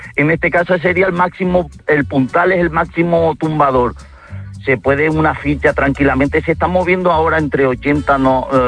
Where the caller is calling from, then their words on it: Tenerife, Canary Islands, Spain; yo soy de Tenerife y aquí una gran tradición y arrastra mucha afición es la lucha canaria.